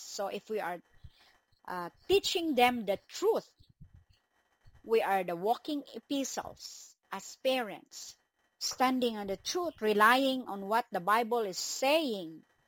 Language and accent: English; Bacolod, Western Visayas, Philippines; from the City of Smiles